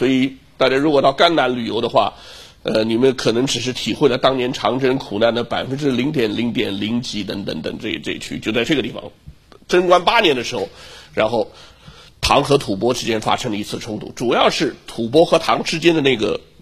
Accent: Yunnan, China; moved away; 南诏就是我老家云南这个地方。

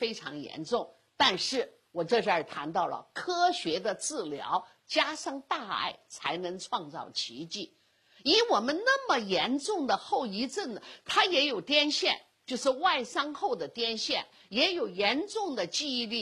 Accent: China

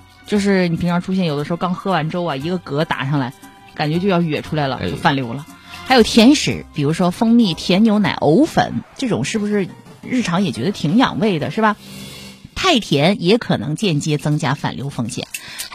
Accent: Changsha, Hunan, China; 我们长沙话里面好像真的没有烧心

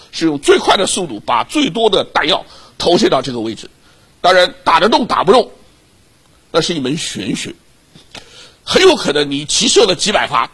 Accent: Shanghai, China; accent: Shanghainese; 那我们上海话叫火得绑踢虎呗，对吧？

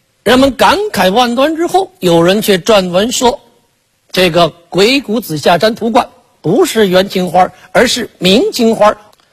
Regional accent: China

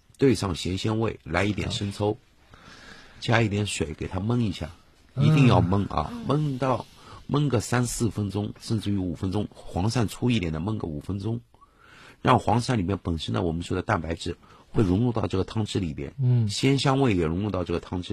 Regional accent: Shanghai, China; 我们上海人有个优势

